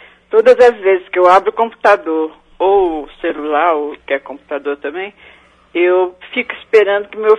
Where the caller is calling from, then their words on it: São Sebastião do Paraíso, Minas Gerais, Brazil; De São Sebastião do Paraíso, sul de Minas